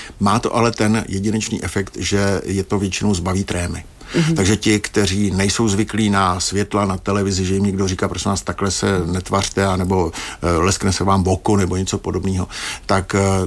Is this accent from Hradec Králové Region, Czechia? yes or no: no; Brno, South Moravian Region, Czechia; jsem z Brna.